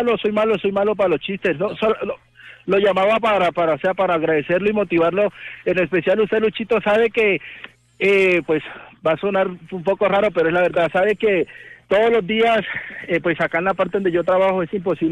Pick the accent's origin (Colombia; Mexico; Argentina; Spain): Colombia; Montería, Córdoba; Yo soy de Córdoba, Montería.